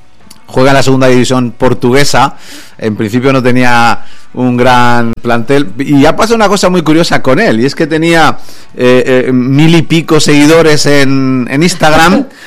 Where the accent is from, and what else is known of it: Spain